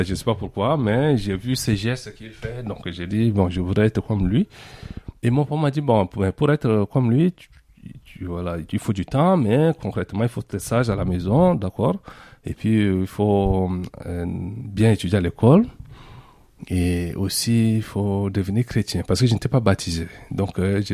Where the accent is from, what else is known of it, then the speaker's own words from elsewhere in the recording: Moundou, Logone Occidental, Chad; Et nous sommes une famille chrétienne dans le sud du Tchad, donc dans la ville de Mundu. Et donc c'est là où moi j'ai grandi.